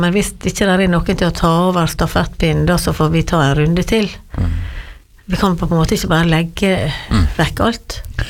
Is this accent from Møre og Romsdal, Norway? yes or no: yes; Giske, Møre og Romsdal, Norway; also born or lived in Trondheim; Neida, men jeg sier nå det at jeg vokste opp på Giske da, selv om jeg var nesten 8 år før jeg kom dit.